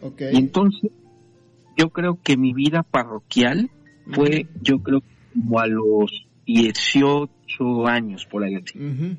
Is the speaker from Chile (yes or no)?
no; Córdoba, Veracruz, Mexico; moved away as an adult; also born or lived in Tehuacán, Puebla; estaba yo entre Tehuacán y, uh-huh. y Córdoba, ¿no? Ya. Mi ciudad de origen.